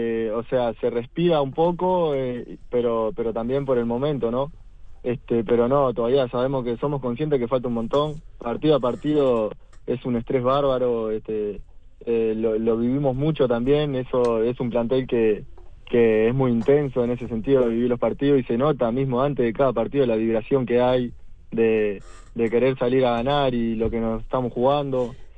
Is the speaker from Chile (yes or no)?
no; Montevideo, Uruguay; born there; moved away as an adult; now in Ciudad de la Costa, Uruguay; Yo nací ahí en Manga